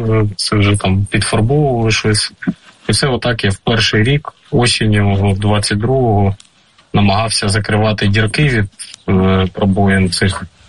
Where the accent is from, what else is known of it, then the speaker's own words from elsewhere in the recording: Stepova Dolyna, Mykolaiv Oblast, Ukraine; Село Степова долина, воно знаходилось на лінії фронту, в ньому знаходились наші військові, вони вели оборону міста Миколаїв, і якраз наше село було на межі, воно є на межі Херсонської Миколаївської області